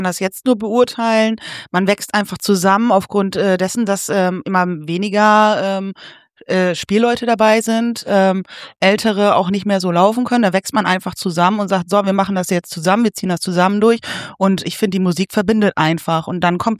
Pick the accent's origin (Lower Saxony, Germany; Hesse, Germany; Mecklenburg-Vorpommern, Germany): Lower Saxony, Germany; Lingen; born there; Ja, sorry, ich bin auch in Lingen geboren.